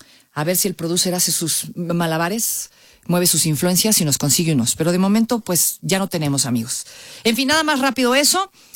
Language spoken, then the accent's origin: Spanish; Mexico; ya ve cómo así somos el mexicano para todo, todo al final.